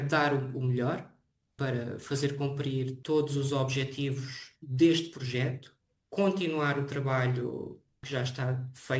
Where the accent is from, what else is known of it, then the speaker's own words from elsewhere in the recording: Oeste, Portugal; moved away as an adult; now in Saint-Étienne, France; é o eixo Lisboa-Leiria, portanto toda aquela zona oeste, de onde eu sou e onde tenho trabalhado